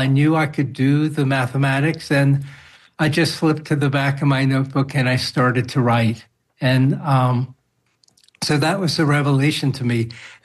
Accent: New York City, New York, United States; also born or lived in Manhattan / Long Island; As a Chinese American, I was born in Manhattan, grew up in Fresh Meadows, Queens, and then on Long Island.

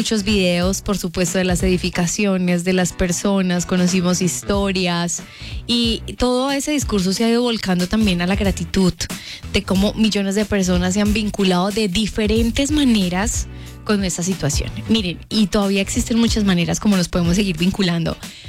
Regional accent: Colombia; quiénes somos los colombianos

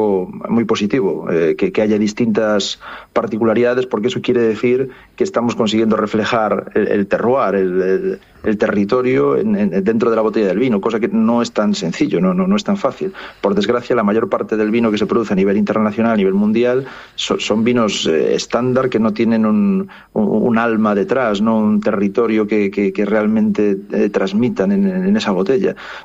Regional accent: Galicia, Spain

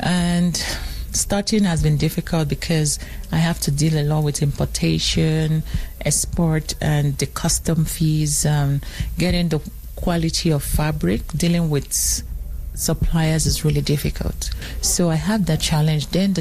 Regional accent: South Africa; also born or lived in Nigeria; now in Canada; I am a Nigerian that grew up in South Africa and now in Canada.

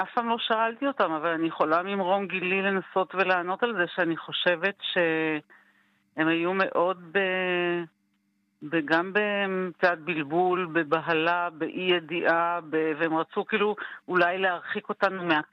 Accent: Hulata, Northern District, Israel; עכשיו אני במקור מקיבוץ, קיבוץ חולתה, בת להורים יקים.

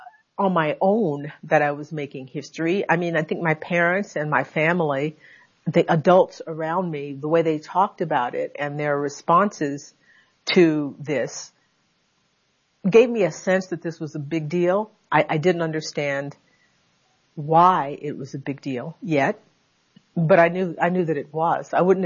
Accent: Conroe, Texas, United States; In Conroe, Texas.

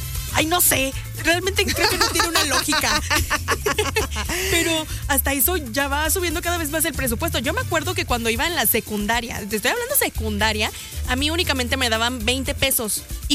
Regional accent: Mexico

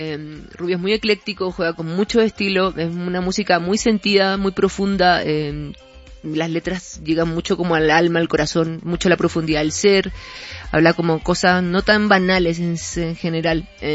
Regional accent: Chile; yo vengo de Chile, imagínate, del fin del mundo, soy una banda muy de nicho y soy gay

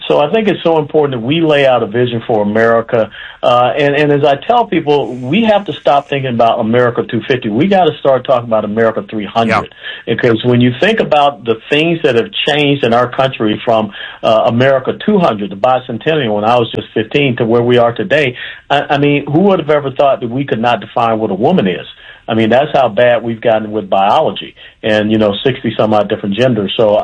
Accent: Georgia, United States; Well, and look, I grew up in Georgia.

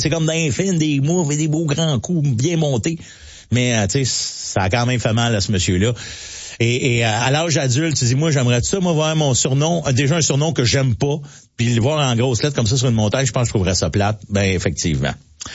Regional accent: Mont-Saint-Hilaire, Quebec, Canada; Moi, je viens de Saint-Hilaire, puis en face de la polyvalente, t'as la montagne de Mont-Saint-Hilaire, puis t'as une paroi rocheuse.

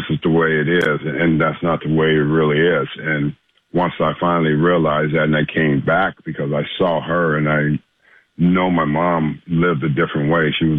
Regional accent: Los Angeles, California, United States; I wasn't afraid, and because I'm born and raised in South Central, I know how to defend myself.

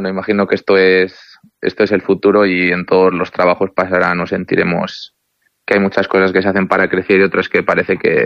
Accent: Ávila, Castile and León, Spain; Al final soy de la Navar del Marqués, pero he nacido en Ávila, he ido al colegio en Ávila. Y bueno, y tengo muchos amigos en la ciudad.

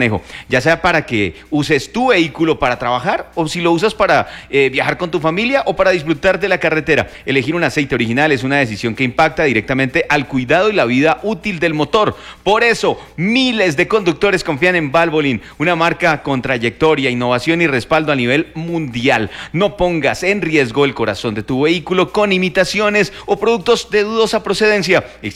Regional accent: Colombia; porque sentimos la camiseta, porque somos colombianos, porque simplemente hoy juega la Sele y hay que apoyar a la selección.

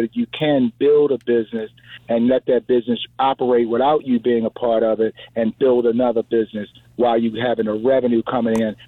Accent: Baltimore, Maryland, United States; moved away as an adult; now in Washington, D.C. area, United States; I grew up in Cherry Hill in Baltimore, Maryland. I went in Navy, played ball for the Navy, made all Navy. I got stationed in D.C., and I stayed in the D.C. area.

